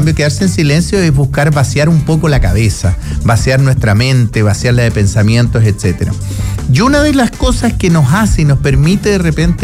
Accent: Chile; now in Santiago, Chile; lo pintoresco que podemos ser los chilenos

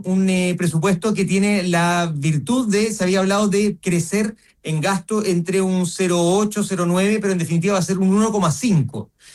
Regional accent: Araucanía, Chile; Yo soy de la Araucanía, la región más pobre

